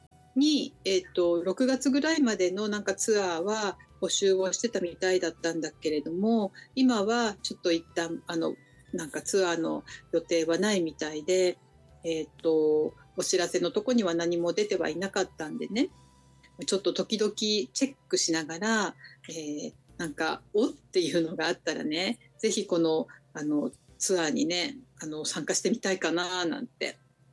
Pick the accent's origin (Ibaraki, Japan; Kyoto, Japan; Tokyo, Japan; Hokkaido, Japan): Hokkaido, Japan; now in Matsumoto, Japan; 私は北海道で生まれ育ったので